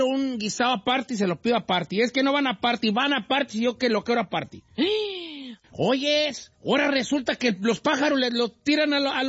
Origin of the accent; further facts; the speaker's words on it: Michoacán, Mexico; Yo soy de Michoacán.